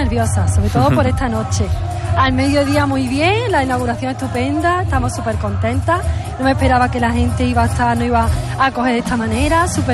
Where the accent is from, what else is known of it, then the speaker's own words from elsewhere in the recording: Archidona, Andalusia, Spain; E incluso en mi pueblo, en Archidona, me felicitan porque sabemos que es algo único.